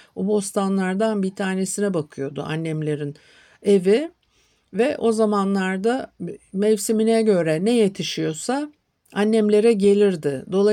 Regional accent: Istanbul, Turkey; Ben Etiler'de, Arnavutköy sırtlarında büyüdüm.

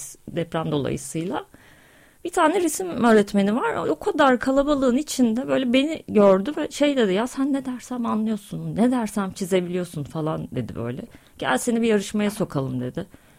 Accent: Gölcük, Kocaeli, Turkey; born there; Gölcük depremi oldu. Ben ortaokuldaydım o zaman. Biz başka bir şehre taşındık. Babamın memleketine taşındık.

